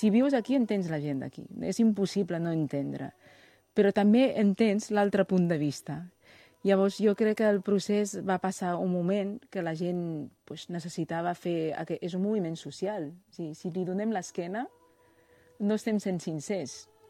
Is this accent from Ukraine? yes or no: no; Suzhou, Jiangsu, China; also born or lived in Shanghai; now in Barcelona, Spain; nosaltres, que som del sud, de Suzhou, i amb la qual cosa anex a Shanghai, som molt minoritaris.